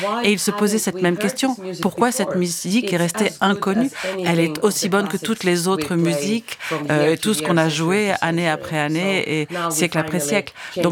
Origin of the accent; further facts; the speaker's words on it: Finland; also born or lived in Ukraine; Je suis ukrainienne, comme vous l'avez dit, mais c'est vrai que j'ai vécu toute ma vie en Finlande.